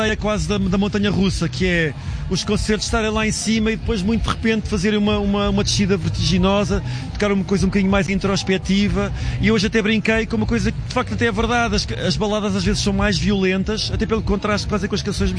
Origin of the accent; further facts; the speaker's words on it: Beira, Portugal; moved away; sendo uma pessoa assumidamente beirã de uma cidade pequena do interior